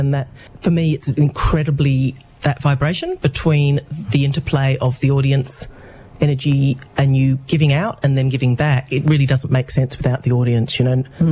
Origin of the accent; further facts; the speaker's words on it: Canberra, Australian Capital Territory, Australia; you were asking me about my childhood, what was it like growing up in Canberra